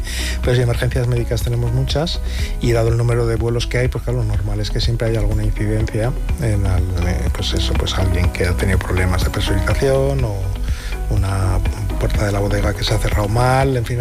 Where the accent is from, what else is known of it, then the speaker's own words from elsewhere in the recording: Spain; aunque somos un país un poco en ese sentido, pues somos muy, muy pesimistas